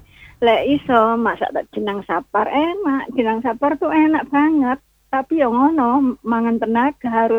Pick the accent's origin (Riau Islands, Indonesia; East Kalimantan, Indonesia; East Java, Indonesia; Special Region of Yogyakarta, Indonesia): East Java, Indonesia; Pasuruan; now in Surabaya, Indonesia; Kalau di Pasuruan di desa saya sejak kecil ada.